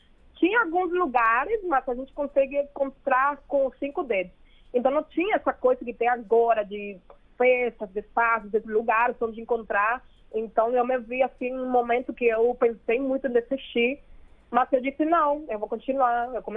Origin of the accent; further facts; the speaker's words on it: Cuba; moved away; não só como mulher cubana, senão como mulher latina.